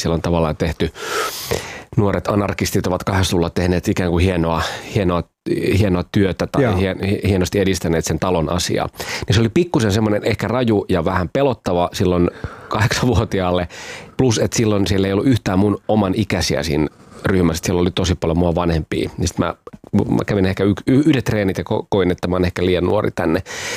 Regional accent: Pori, Satakunta, Finland; born or raised there; also born or lived in Kuorevesi

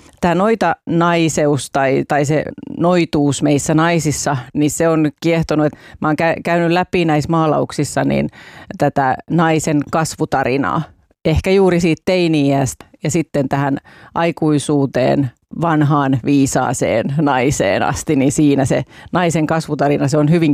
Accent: Turku, Southwest Finland, Finland; turkulaisena, syntyperäisenä turkulaisena

